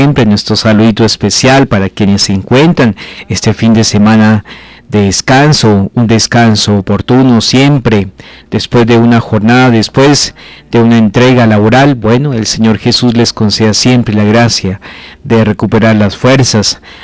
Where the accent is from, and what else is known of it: Colombia